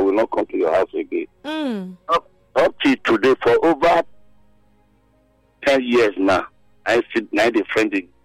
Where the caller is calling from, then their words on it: Benin City, Edo, Nigeria; I'm calling from Azagba, Benin City here.